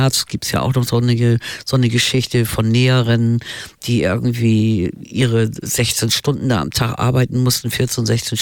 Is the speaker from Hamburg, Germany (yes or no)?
yes; Hamburg, Germany; born there; ich habe da natürlich jetzt hier als gebürtige Hamburgerin eine Westsozialisation.